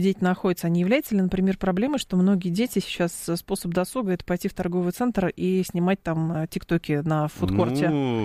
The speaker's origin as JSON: {"language": "Russian", "town": "Lyubertsy", "region": "Moscow Oblast", "country": "Russia", "said": "Я же из Люберец."}